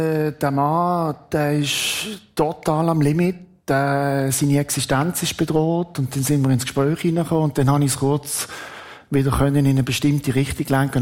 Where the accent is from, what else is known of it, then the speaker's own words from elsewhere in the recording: Basel, Basel-Stadt, Switzerland; ich bin in Basel aufgewachsen.